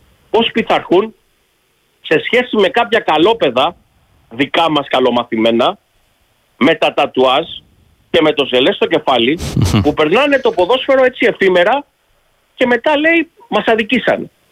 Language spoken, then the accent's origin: Greek; Paradeisos, Greece; Εγώ δεν μπορώ να πάω στο χωριό μου στο Παραδείσο.